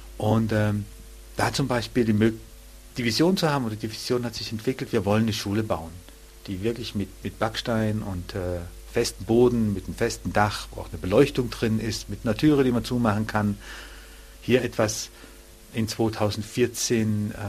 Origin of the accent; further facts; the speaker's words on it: Germany; man kommt als Deutscher nach Afrika, der noch nie in Afrika war